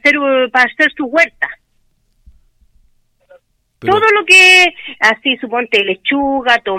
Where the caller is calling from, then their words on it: Rengo, O'Higgins, Chile; hasta aquí de Rengo.